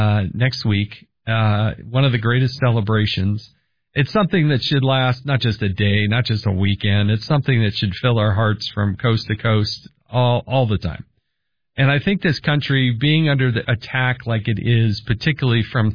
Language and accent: English; Utah, United States